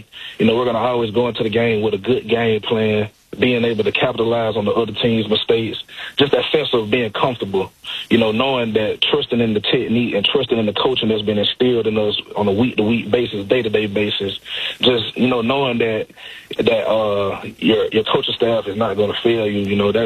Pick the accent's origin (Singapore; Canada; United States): United States; Georgia; I'm originally from South Georgia, like